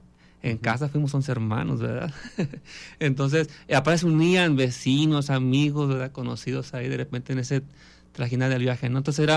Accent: Tecomates, Jalisco, Mexico; nací en Tecomates, municipio de Casimiro Castillo, y pues no deja de ser tierra costeña, no tierra caliente.

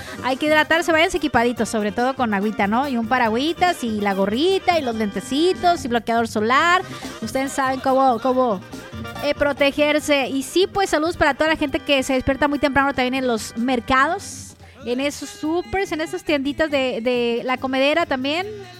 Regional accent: Sinaloa, Mexico; Somos mexicanos, ajúa. Somos, y luego orgullosamente, sinaloenses.

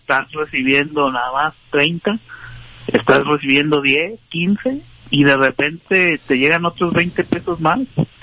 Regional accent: Manzanillo, Colima, Mexico; Yo soy de Manzanillo, Colima, estamos.

